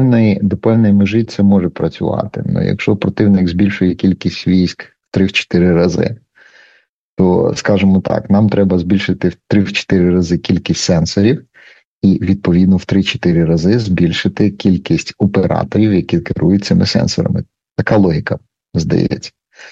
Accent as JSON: {"language": "Ukrainian", "town": "Ternopil", "region": "Ternopil Oblast", "country": "Ukraine", "tie": "born or raised there", "said": "в моєму рідному Тернополі"}